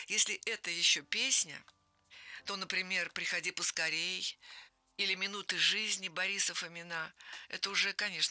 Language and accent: Russian; Saint Petersburg, Russia; now in Moscow, Russia; я убежденная ленинградка. Подъезжаю к городу, у меня сердце каждый раз сжимается. Но мы уехали, папа моего военного перевели в Москву. Я стала убежденной москвичкой.